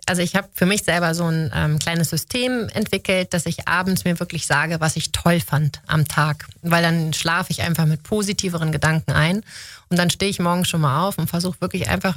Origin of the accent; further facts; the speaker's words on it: Cologne, North Rhine-Westphalia, Germany; born there; Ist Köln. Köln ist ein Gefühl.